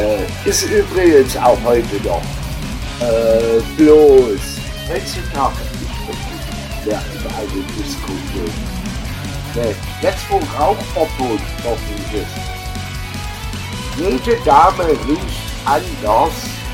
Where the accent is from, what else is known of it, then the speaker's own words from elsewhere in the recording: Germany; Danke, das viel mit in die Schulen müssen bei uns in DDR-Zeiten rein.